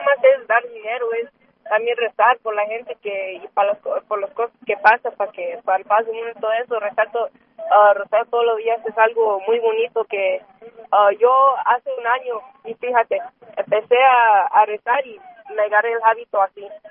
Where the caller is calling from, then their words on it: Sacramento, California, United States; Soy aquí de Sacramento